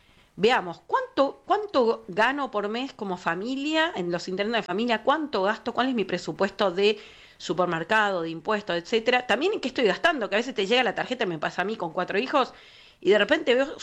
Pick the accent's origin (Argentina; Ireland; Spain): Argentina